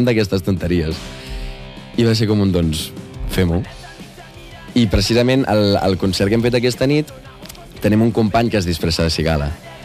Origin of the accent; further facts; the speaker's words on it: El Vendrell, Catalonia, Spain; el fet de ser de Vendrell de tota la vida